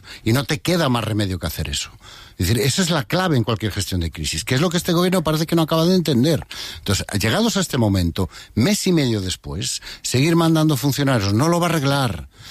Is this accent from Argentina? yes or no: no; Galicia, Spain; Yo como gallego le pido a mi presidente